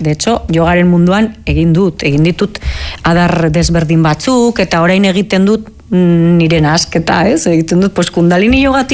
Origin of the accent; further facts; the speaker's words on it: Navarre, Spain; Basque is a second language; Eta pues, Nafarroan pues, hori, ba, ni bezala, oza, ni euskaldun berria naiz.